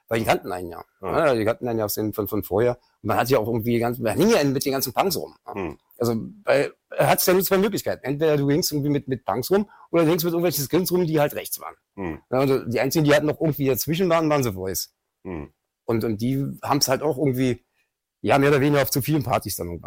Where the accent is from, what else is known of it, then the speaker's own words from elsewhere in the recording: Berlin, Germany; Geboren in Schöneberg, groß geworden in Kreuzberg.